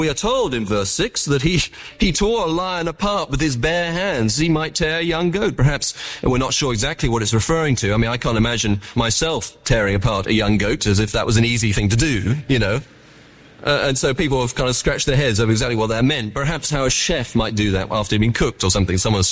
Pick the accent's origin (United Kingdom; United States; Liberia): United Kingdom; England; I grew up in the Anglican church, And people there used to say of being in the Anglican church in England